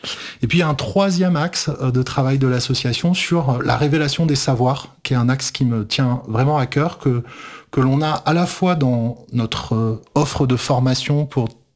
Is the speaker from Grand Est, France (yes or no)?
no; Île-de-France, France